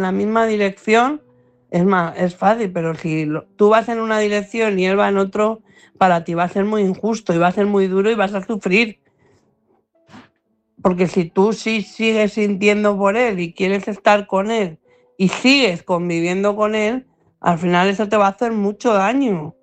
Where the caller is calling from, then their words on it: Madrid, Community of Madrid, Spain; de Madrid.